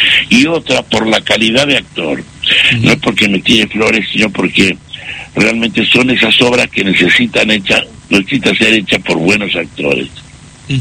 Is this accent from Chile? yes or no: no; La Caldera, Salta, Argentina; also born or lived in Huachipa; now in Buenos Aires, Argentina; Y yo nací en Huachipa y después nos fuimos a vivir a otro pueblo que era La Caldera. Y de ahí ya me fui a Capital